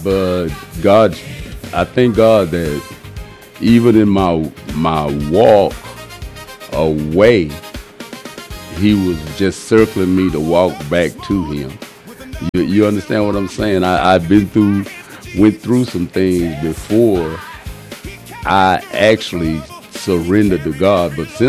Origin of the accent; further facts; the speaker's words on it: the South, United States; I was raised in the South